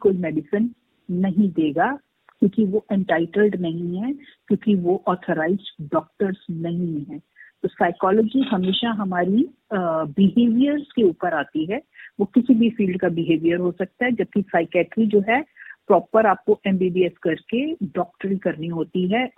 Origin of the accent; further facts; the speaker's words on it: Delhi, India; और मैं दिल्ली से हूँ।